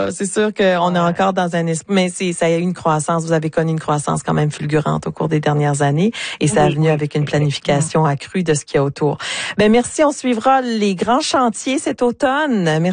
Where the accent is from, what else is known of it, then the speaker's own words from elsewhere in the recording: Burnsville, New Brunswick, Canada; born there; je suis née à Burnsville. Cherchez ça sur une carte. Pour moi, c'est grand, Shédiac.